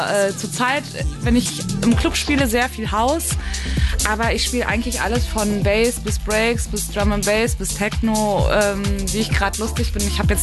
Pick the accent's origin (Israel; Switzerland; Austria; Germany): Germany; Dortmund, North Rhine-Westphalia; now in Cologne, Germany; Und ich komme aus Köln, ursprünglich aus Dortmund